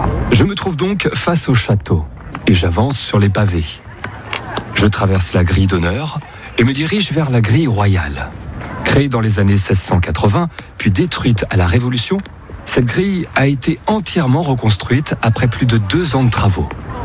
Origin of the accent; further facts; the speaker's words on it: Saumur, Pays de la Loire, France; born there; je suis animateur à ICI Paris-Île-de-France. J'adore la ville de Versailles, peut-être parce que je suis né à Saumur, la capitale du cheval